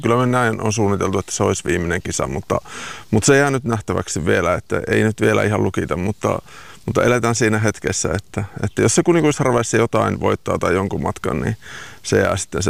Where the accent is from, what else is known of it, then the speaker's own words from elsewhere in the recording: Kaukonen, Lapland, Finland; pitäisi kotikylällä lopettaa, mistä minä aluviimein kotoisin, niin kuin kaukosesta syntyjään